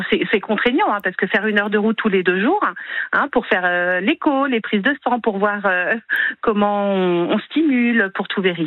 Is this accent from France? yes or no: yes; Saumur, Pays de la Loire, France; Moi, je suis de Saumur